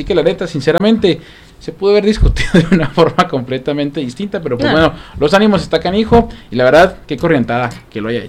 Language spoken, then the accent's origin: Spanish; Mexico; Ni modo que no nos pase como mexicanos